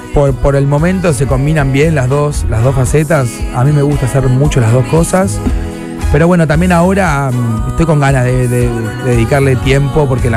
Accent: Buenos Aires, Argentina; yo soy de Buenos Aires y los primeros shows fueron ahí.

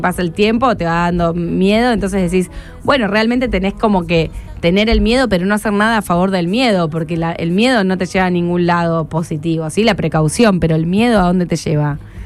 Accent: Argentina; born or raised there; moved away as an adult; now in Buenos Aires, Argentina

